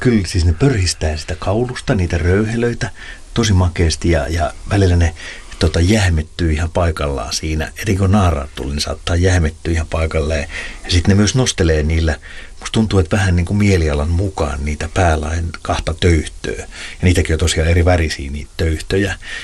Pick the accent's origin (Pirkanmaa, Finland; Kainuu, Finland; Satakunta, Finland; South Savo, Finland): Satakunta, Finland; Pori; Mä muistan 80-luvulla, niin kun mä olen Porista kotoisin, niin siellä oli vielä suokukkoja soittimia, niitä pesi siellä rantaniityllä.